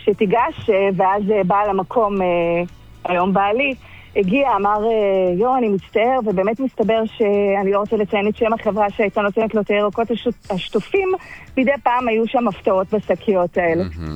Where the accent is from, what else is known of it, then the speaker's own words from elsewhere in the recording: Turkey; now in Israel; אני עליתי לארץ ב-1999. מאיפה? עולה חדשה מטורקיה.